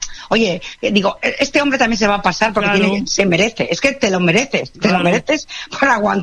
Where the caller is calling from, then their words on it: Spain; Somos españoles.